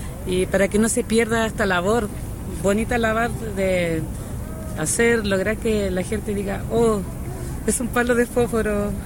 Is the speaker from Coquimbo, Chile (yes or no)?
yes; Coquimbo, Chile; Yo soy de Coquimbo.